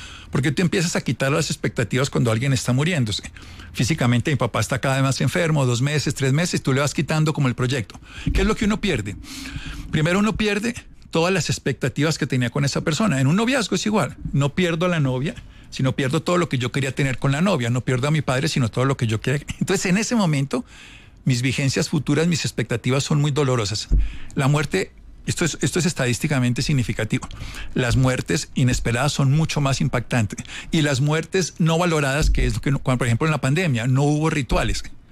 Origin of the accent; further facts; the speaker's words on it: Armero, Tolima, Colombia; Yo soy de Armero, Tolima, 25.000 personas murieron hace 40 años. Conozco esta historia.